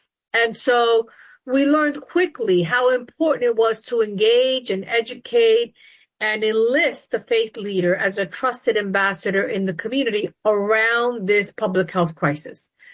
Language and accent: English; New York City, New York, United States; also born or lived in Newark, New Jersey; I grew up in the South Bronx. And we lived in the Bronx and commuted to church every day in Harlem. And I grew up during the civil rights movement.